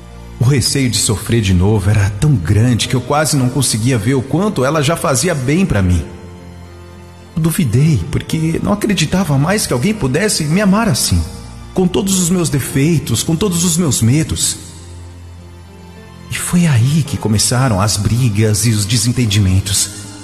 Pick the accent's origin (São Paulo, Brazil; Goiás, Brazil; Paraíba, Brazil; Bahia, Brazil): Paraíba, Brazil; born there